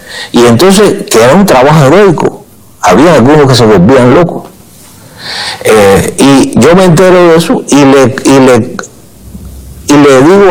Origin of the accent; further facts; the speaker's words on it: San Antonio de los Baños, Artemisa, Cuba; cuando atacaron las bases de aquí de La Habana, de San Antonio de los Baños, que es mi pueblo.